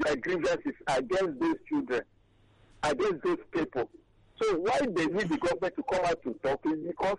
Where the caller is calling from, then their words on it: Eba, Nigeria; I'm calling from Eba.